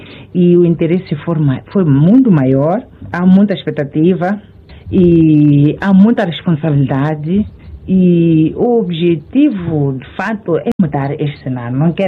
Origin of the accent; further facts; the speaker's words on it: Mozambique; somos moçambicanos todos nós.